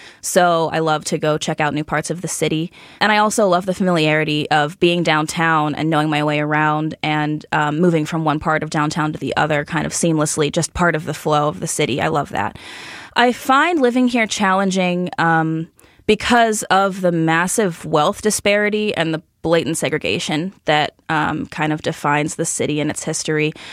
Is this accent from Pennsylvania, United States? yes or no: yes; Pittsburgh, Pennsylvania, United States; now in Chicago, United States; And there's also a kind of working class vibe, kind of grit that I grew up with. I grew up in Pittsburgh. And so coming here, it was almost just kind of like coming to a bigger Pittsburgh.